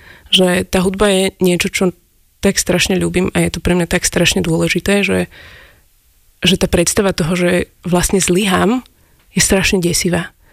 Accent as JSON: {"language": "Slovak", "town": "Bratislava", "region": "Bratislava Region", "country": "Slovakia", "said": "Moja mama je z Prešova, a môj tatino je z Gvinej. Takže, ale ja už som Bratislavčan."}